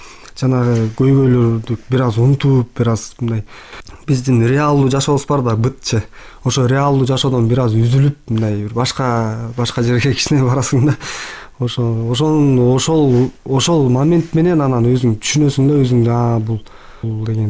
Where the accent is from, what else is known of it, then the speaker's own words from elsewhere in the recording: Bakamai, Issyk-Kul Region, Kyrgyzstan; Өзүм ошо Ысык Көлдөн болом, ошо көлдө Бакамай айылында ошол жерде мектепте окуп